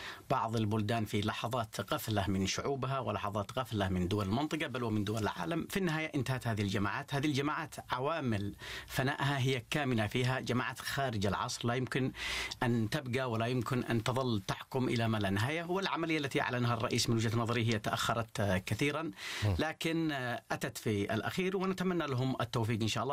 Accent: Yemen; نحن كيمنيين

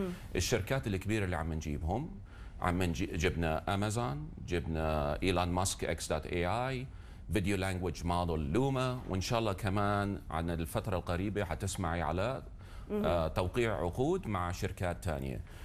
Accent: Saudi Arabia; وطبعا عندنا شغلة بالسعودية العالم كله ما عندها

